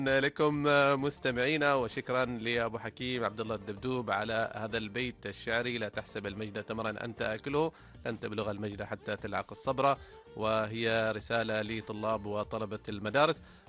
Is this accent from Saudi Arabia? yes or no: no; Oman; عندنا في سلطنة عمان